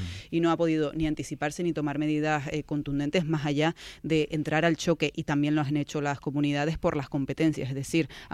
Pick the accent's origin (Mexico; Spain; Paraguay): Spain; Es algo que yo desde luego que no quiero volver a ver en mi país.